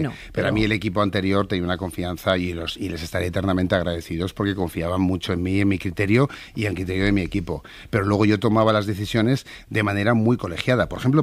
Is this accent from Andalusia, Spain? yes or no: yes; Seville, Andalusia, Spain; now in Madrid, Spain; Trabajo como becario en Madrid cuando vine de Sevilla